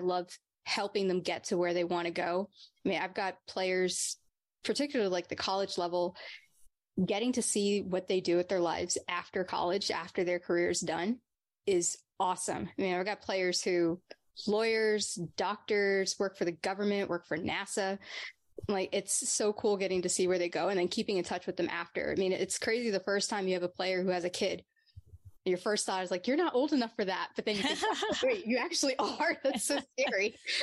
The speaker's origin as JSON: {"language": "English", "region": "Texas", "country": "United States", "tie": "born there", "also_born_or_lived": "New Jersey / New York / Sewickley, Pennsylvania", "moved": "yes", "said": "I moved to Texas when I was six, but no. I was born in New Jersey, lived in New York for a year."}